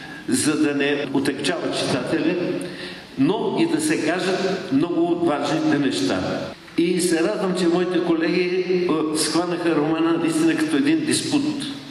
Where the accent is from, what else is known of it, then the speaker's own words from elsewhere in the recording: Sofia, Sofia City, Bulgaria; Аз като стар софиянец